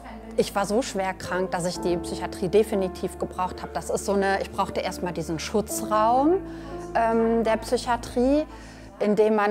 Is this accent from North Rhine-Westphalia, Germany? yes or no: yes; Hückeswagen, North Rhine-Westphalia, Germany; Ich bin im Bergischen Land groß geworden, in Hückeswagen. Ich habe in Wuppertal Kunst und Deutsch studiert, auf Lehramt.